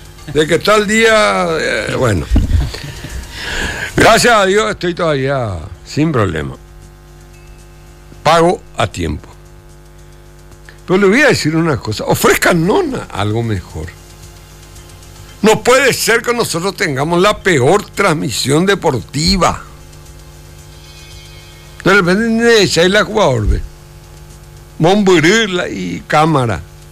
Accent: Paraguay; como cualquier paraguayo que tiene este servicio.

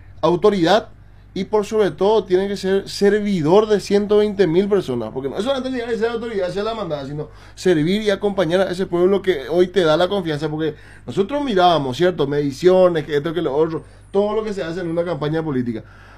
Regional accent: Presidente Franco, Alto Paraná, Paraguay; nosotros, los que estamos ya en mediana edad.

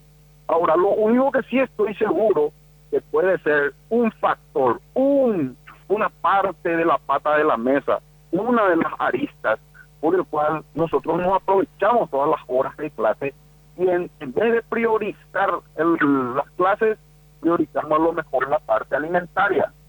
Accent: Paraguay; nosotros como paraguayos

